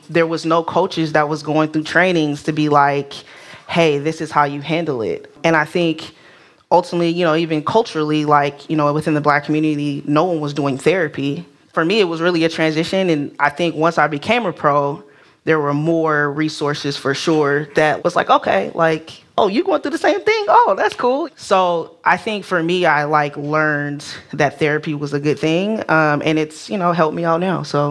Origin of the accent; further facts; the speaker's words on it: Oakland, California, United States; Growing up in Oakland, there was just so many things happening. There's crime, there's violence